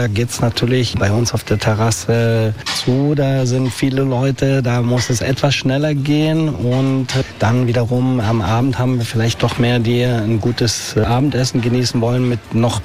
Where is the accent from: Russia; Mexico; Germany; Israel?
Germany; Bautzen, Saxony; moved away as an adult; also born or lived in Munich / London / Switzerland / France; now in Mallorca, Spain; Ich komme aus der Nähe von Dresden, aus Bautzen.